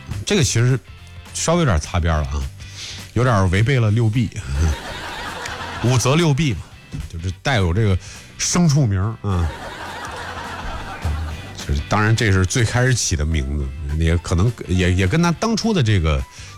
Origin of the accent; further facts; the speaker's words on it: Zhengzhou, Henan, China; 咱们郑州人，